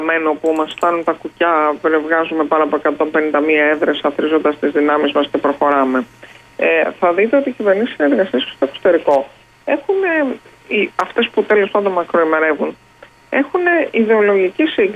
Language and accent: Greek; Central Greece, Greece; Επειδή εγώ τυχαίνει να κατάγομαι και από τη Φωκίδα